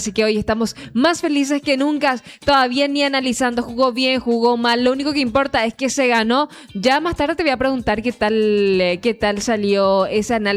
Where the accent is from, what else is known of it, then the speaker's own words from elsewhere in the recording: Pedro Juan Caballero, Amambay, Paraguay; yo vengo de la hermosa ciudad de Pedro Juan Caballero